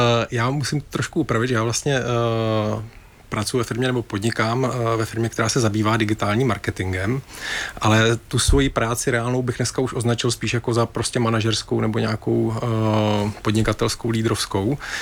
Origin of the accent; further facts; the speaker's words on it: Brno, South Moravian Region, Czechia; já jsem teda z Brna původem a chodil jsem na Gimpl